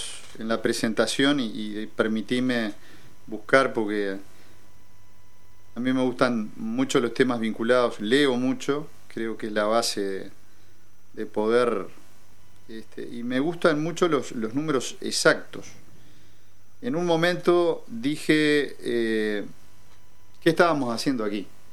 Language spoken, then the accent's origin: Spanish; Tarariras, Colonia, Uruguay; born there; yo nací en Tarariras, lo digo con mucho orgullo, y maternamente mi familia … de Valdense, y orgullosamente mi padre nació de una familia muy humilde, del Quintón